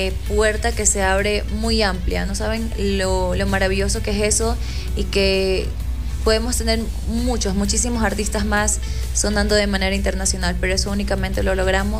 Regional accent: Ecuador

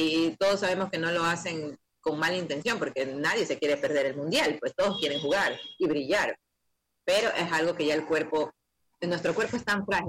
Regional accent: Ecuador; uno que nunca lo ha escuchado aquí como toda ecuatoriana

